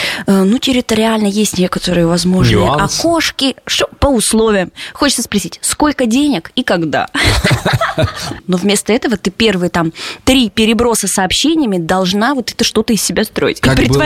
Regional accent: Yekaterinburg, Sverdlovsk Oblast, Russia; moved away; в своем родном Екатеринбурге.

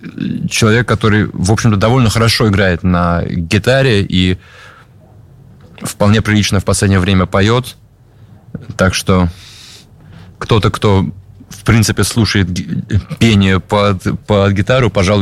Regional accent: Russia; moved away as an adult; now in Haifa, Israel; Ну, живя в России, говоря по-русски, я, конечно, был больше русский.

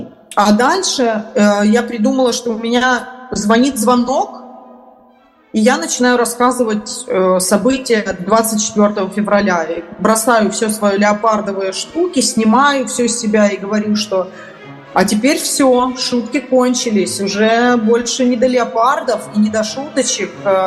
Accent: Ukraine; Я-то тот самый островок, который посреди двух огней. Я беженка с Украины с российским паспортом.

